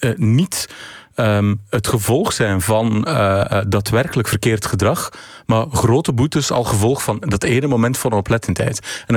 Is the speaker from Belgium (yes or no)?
yes; Flanders, Belgium; Ja, ik ben Vlaming van dienst.